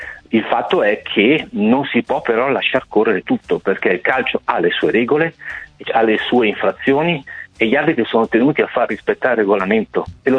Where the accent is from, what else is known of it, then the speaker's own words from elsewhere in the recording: Como, Lombardy, Italy; Ed essendo comasco il fatto di aver perso la partita è anche un po' fastidio